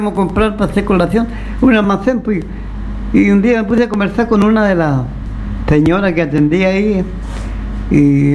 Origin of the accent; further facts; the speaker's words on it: Antofagasta, Chile; Sí, somos de Antofagasta.